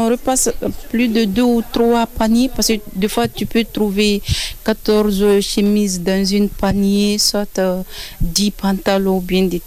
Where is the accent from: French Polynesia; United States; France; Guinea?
Guinea; je suis guinéenne.